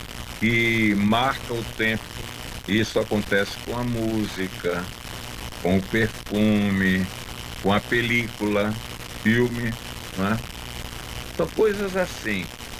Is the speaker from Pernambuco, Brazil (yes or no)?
yes; Pernambuco, Brazil; now in São Paulo, Brazil; que sou de Pernambuco.